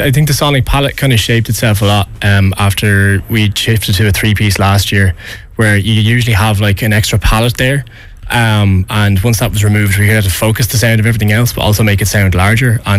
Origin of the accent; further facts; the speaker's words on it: Carlow, Leinster, Ireland; I'm from Carlow.